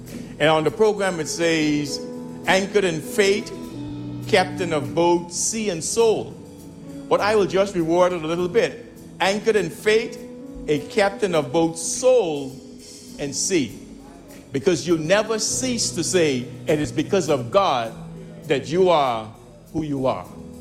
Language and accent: English; Providenciales, Turks & Caicos Islands; as a little boy growing up in Wheeling and Blue Hills